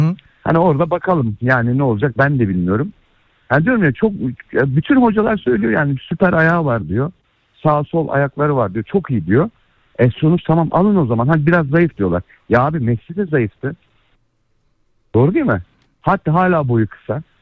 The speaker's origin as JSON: {"language": "Turkish", "region": "Istanbul", "country": "Turkey", "said": "Ya ben İstanbul'dan."}